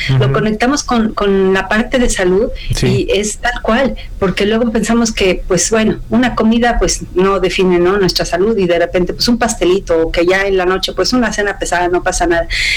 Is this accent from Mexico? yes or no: yes; Mexico